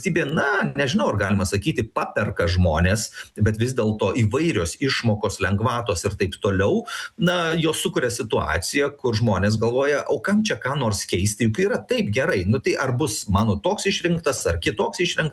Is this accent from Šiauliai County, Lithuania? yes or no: yes; Pakruojis, Šiauliai County, Lithuania; ar iš kur aš kilęs, aš iš Pakruojo, ar Dirvinių ir Gailiušių, ir nu, aš tada truktelsiu pečiais, nu, Pakruojais, koks skirtumas.